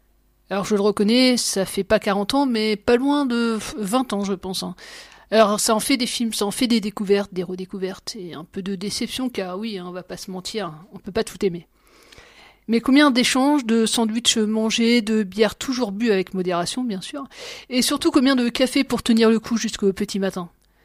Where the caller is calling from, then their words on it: Tours, Centre-Val de Loire, France; maintenant que j'habite à Tours